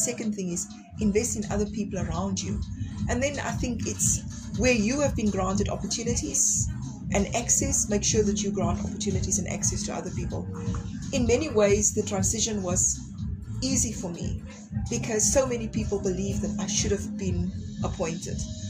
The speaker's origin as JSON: {"language": "English", "region": "Western Cape", "country": "South Africa", "tie": "born or raised there", "said": "I was born in the Eastern Cape, and when I was about 5 years old, my parents relocated to the Western Cape."}